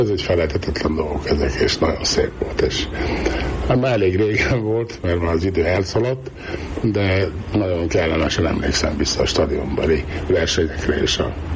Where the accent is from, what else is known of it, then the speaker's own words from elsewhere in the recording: Hungary; mert magyar vagyok